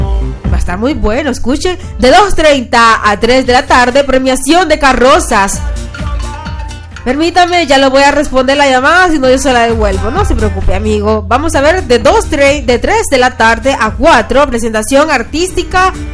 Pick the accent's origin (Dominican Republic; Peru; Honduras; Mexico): Honduras; así como somos nosotros los hondureños